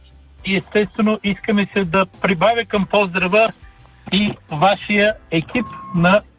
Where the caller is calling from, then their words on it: Plovdiv, Plovdiv Province, Bulgaria; от Пловдив.